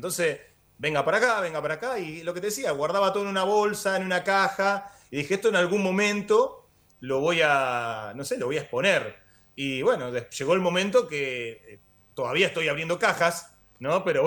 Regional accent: Argentina; De hecho, todos piensan que soy de Buenos Aires, y no lo soy, de Buenos Aires soy del interior, igual que ustedes.

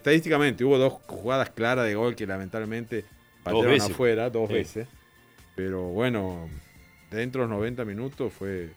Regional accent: Argentina

